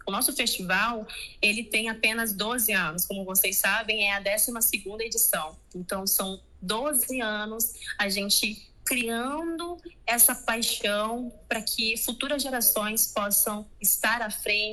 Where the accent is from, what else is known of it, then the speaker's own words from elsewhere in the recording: Tabatinga, Amazonas, Brazil; eu sou de Tabatinga